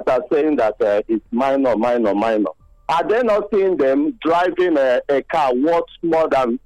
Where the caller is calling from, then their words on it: Benin City, Edo, Nigeria; I'm calling from Ekenwan.